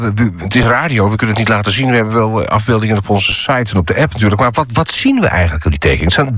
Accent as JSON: {"language": "Dutch", "region": "Friesland", "country": "Netherlands"}